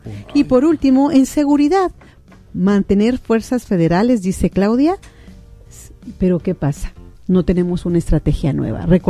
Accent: Culiacán, Sinaloa, Mexico; amamos nuestro Terruño, amamos nuestro Culiacán, nuestro Sinaloa y nuestro México

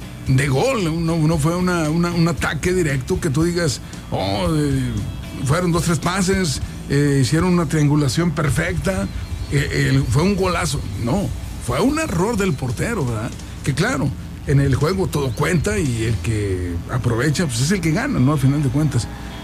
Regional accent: Mexico; soy mexicano

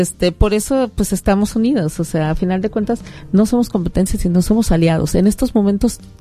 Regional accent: Sinaloa, Mexico; siempre estoy orgullosa de decir, yo soy de Sinaloa.

